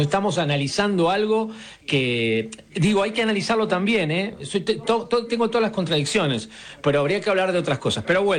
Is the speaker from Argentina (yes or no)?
yes; Argentina